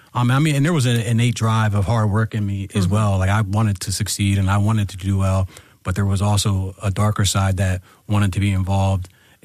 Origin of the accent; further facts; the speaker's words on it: East Norriton, Pennsylvania, United States; we grew up in suburbia, we grew up in East Norton, Pennsylvania. Yeah. So that was, the outskirts of Norristown.